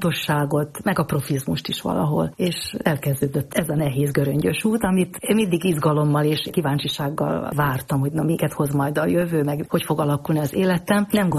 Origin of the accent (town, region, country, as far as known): Slovakia